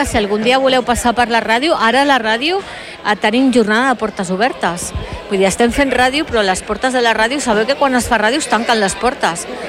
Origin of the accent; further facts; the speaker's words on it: Esplugues de Llobregat, Catalonia, Spain; com a espluguina que sóc